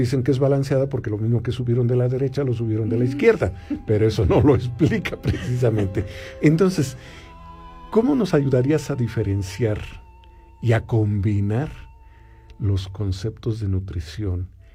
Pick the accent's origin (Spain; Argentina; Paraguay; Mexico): Mexico; Alfajayucan, Hidalgo; Yo crecí en un pueblo, en Ismiquilpan, en Alfajayucan